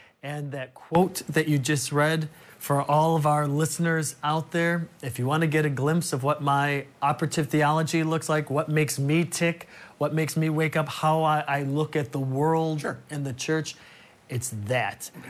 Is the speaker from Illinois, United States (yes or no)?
yes; Chicago, Illinois, United States; now in New York, United States; I come from Chicago, where deep dish and stuffed pizza and all that.